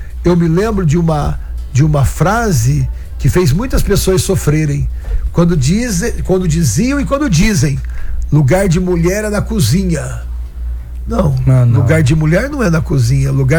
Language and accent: Portuguese; Cornélio Procópio, Paraná, Brazil; um político lá da minha região, da minha cidade, que está vivo até hoje, viu? Oswaldo Trevisan, que foi prefeito de Cornélio Procópio, no Paraná